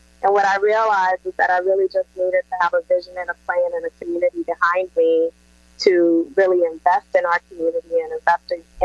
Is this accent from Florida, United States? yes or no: yes; Miami, Florida, United States; born there; I was born in Miami, Florida, to Haitian parents.